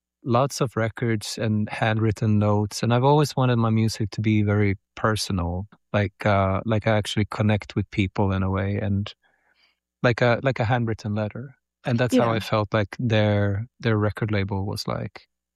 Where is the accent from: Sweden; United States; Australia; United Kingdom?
Sweden; because I'm from Sweden, I sometimes think that they are like the social democrats of indie music.